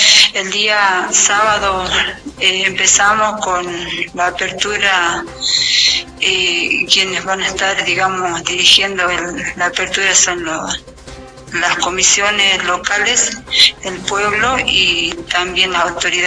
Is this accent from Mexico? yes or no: no; Paicone, Jujuy, Argentina